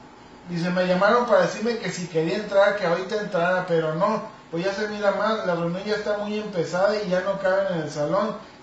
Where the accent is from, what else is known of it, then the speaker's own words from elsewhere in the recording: Mexico; todos somos mexicanos